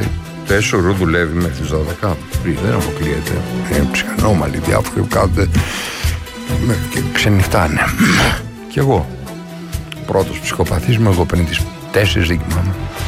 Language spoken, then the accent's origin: Greek; Greece; Εμείς παραδοσιακά ως Έλληνες και Ορθόδοξοι γουστάρουμε τους Σέρβους.